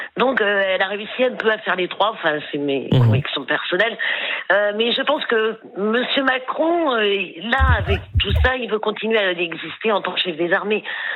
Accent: Normandy, France; Pourtant, je suis normande

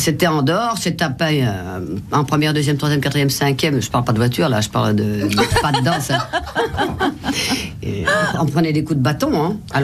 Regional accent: Brussels, Belgium; je ne suis ni flamande ni wallonne. Je suis brabançonne, c'est-à-dire bruxelloise.

